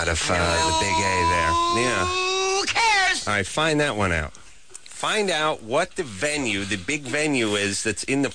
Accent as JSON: {"language": "English", "town": "Los Angeles", "region": "California", "country": "United States", "tie": "born or raised there", "said": "I went to North Hollywood High, which is good, because I tell people, yeah, I'm from North Hollywood"}